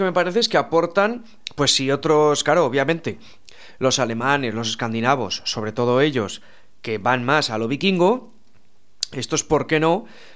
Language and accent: Spanish; Spain; es nuestro país